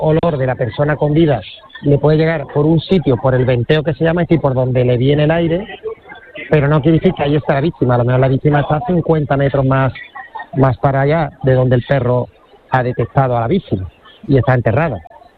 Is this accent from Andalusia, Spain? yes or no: yes; Málaga, Andalusia, Spain; nosotros que venimos de Málaga